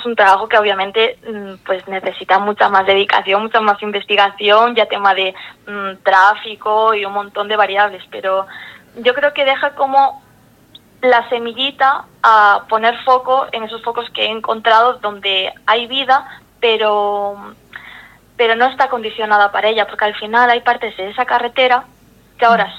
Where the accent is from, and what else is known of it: Vigo, Galicia, Spain; moved away as an adult; now in A Coruña, Spain